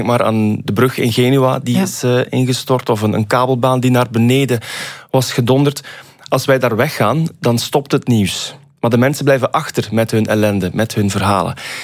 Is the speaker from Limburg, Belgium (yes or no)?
no; Bruges, West Flanders, Belgium; En ja, ik ben zelf uit Brugge afkomstig. Dat is ook een stad waar heel wat schoonheid...